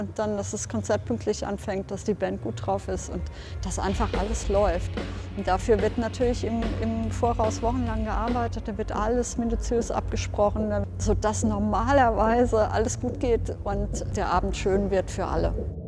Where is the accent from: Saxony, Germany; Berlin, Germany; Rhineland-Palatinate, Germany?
Rhineland-Palatinate, Germany; Kaiserslautern; moved away as an adult; ich bin in Kaiserslautern groß geworden. Es war relativ trist in den 80ern.